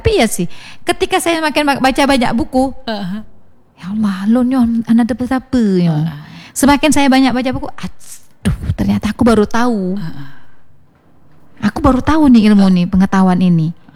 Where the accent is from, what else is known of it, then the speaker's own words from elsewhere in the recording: North Sumatra, Indonesia; Nah, kalau melihat dari tatanan bahasa, kalau kami orang Batak ini kan kau itu biasa, ya kan?